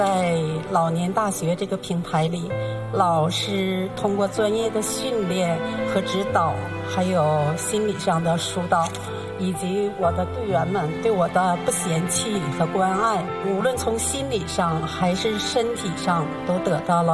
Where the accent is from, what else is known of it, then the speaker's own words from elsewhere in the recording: Changchun, Jilin, China; 吉林长春。